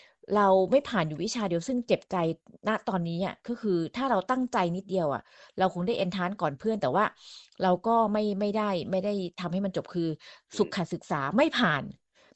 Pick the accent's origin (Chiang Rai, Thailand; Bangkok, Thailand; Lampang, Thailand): Lampang, Thailand; คนลำปางใช่แล้วก็เรียนที่ลำปางตลอดตั้งแต่อนุบาลยันมัธยม